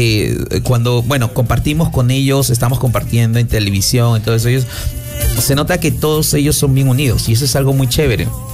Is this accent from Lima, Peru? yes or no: no; Monsefú, Lambayeque, Peru; así somos los mocefuanos, así somos los norteños